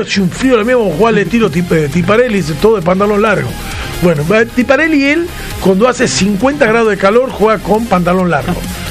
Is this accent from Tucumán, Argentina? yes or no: yes; Tucumán, Argentina; Soy tucumano.